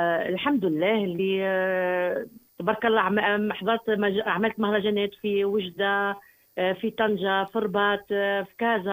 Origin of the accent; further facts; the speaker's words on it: Tunisia; now in Morocco; طفولتي عديتها يعني في تونس